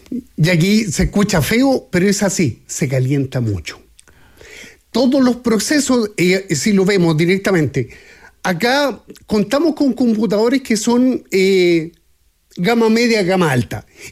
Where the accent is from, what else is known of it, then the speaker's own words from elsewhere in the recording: Chile; siendo chileno